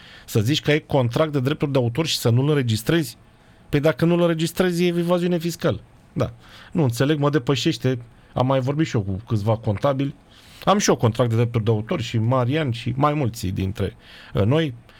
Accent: Bucharest, Romania; eu sunt din București, provenit din altă zonă.

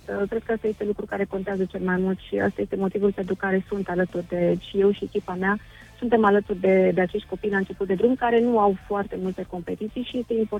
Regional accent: Bârlad, Vaslui County, Romania; moved away; organizez această competiție în orașul natal, la Bârlad, din respect și cunoștință, odată sigur pentru orașul în care m-am născut

